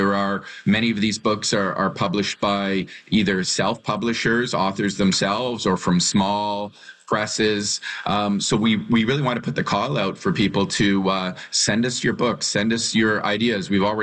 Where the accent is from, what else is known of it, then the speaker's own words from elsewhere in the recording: Alberta, Canada; when I was growing up in Alberta as a gay child